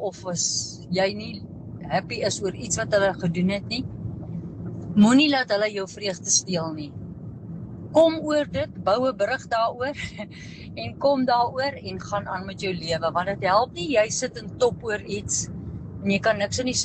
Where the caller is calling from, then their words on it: Meyerton, Gauteng, South Africa; van Meyerton.